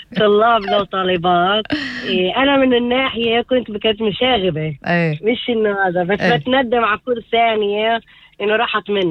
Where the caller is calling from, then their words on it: Qalansawe, Central District, Israel; من كلانسوة.